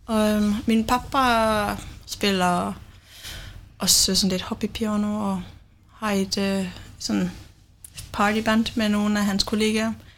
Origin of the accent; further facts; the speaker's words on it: Region of Southern Denmark, Denmark; Jeg kommer fra Fyn, sådan den midterste ud fra landet, så vokset op på landet.